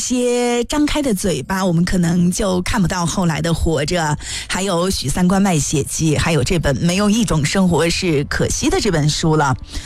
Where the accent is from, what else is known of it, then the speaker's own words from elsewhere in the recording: Kashgar, Xinjiang, China; 但是呢，在余华的眼里呢，或者在我们喀什人的眼里，这种枯燥里藏着时间的秘密。